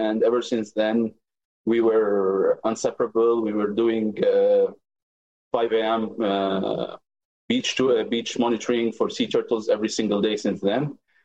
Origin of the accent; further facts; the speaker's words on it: South Governorate, Lebanon; I'm from Al-Mansouri village.